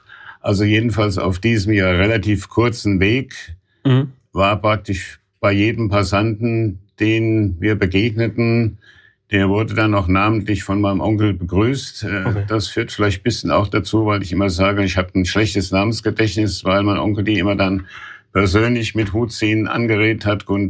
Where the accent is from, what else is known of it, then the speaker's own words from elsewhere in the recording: Raunheim, Hesse, Germany; Alt-Raunheimer, ich bin in Raunheim nicht nur aufgewachsen. Ja. Das heißt, wie viele dann in Russelsheim geboren, sondern ich bin auch in den Nachkriegsjahren 1947, genau am 2. Januar 1947 in Raunheim